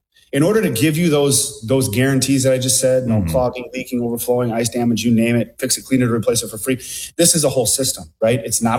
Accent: Baldwin, Wisconsin, United States; But I was back up in my hometown area of Baldwin, Woodville. If anybody knows where that is, it's northwestern Wisconsin, close to Hudson, only 30-ish miles from St. Paul.

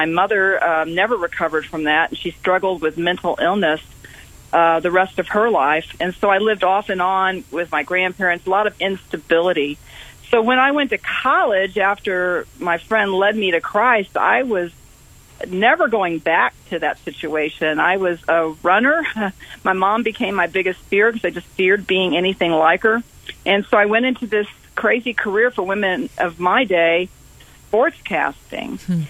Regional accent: San Antonio, Texas, United States; moved away as an adult; I grew up in San Antonio, Texas. I was there until I was about 17. Then I went off to college, and I actually worked in television in San Antonio for 12 years. So I came back

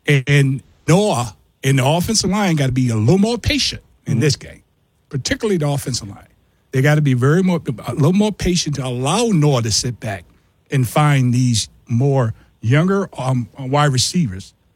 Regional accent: Virginia, United States; Growing up in Virginia, I never been to West Virginia.

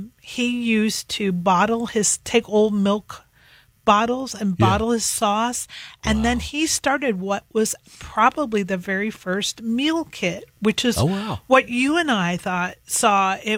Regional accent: Northeast, United States; moved away; we're from the Northeast.

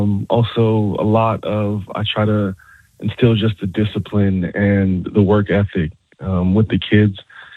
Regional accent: Fort Lauderdale, Florida, United States; also born or lived in Indian River County; I'm originally from Fort Lauderdale. So that's what I was used to. We moved up right before high school. Just very quiet.

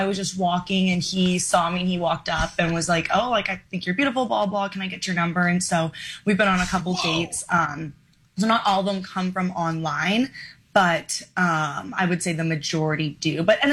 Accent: Arizona, United States; now in New York City, United States; I grew up in Arizona, so let's say you live in Arizona

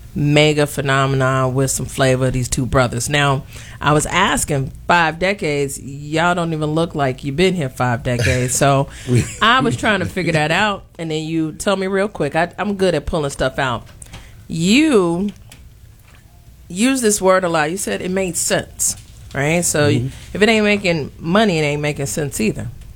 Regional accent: Chicago, Illinois, United States; born or raised there

